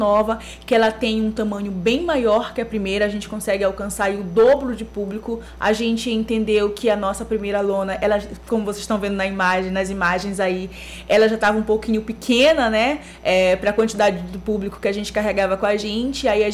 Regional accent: Macapá, Amapá, Brazil; Nós somos da periferia de Macapá, a gente é ali do bairro do Araxá, e a gente tem muito orgulho de dizer que a gente é do bairro do Araxá e que a gente é da periferia.

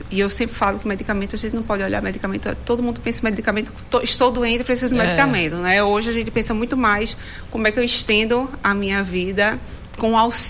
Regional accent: Pernambuco, Brazil; now in Manaus, Brazil; ele é paraibano, eu sou pernambucana, a gente se identificou pelo sotaque.

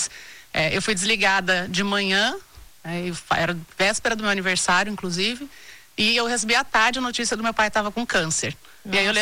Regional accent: Corumbá, Mato Grosso do Sul, Brazil; born or raised there

